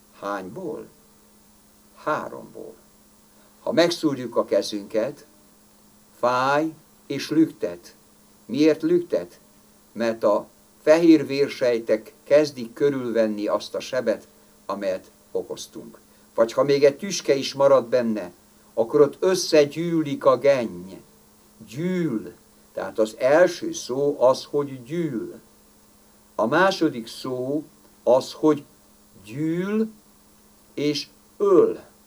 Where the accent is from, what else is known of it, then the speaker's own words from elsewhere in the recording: Hungary; én magyar vagyok, én beszélek több nyelvet is